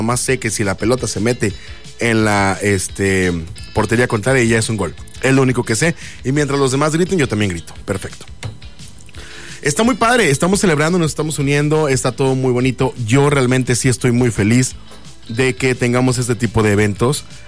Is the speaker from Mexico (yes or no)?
yes; Mexico; nosotros como mexicanos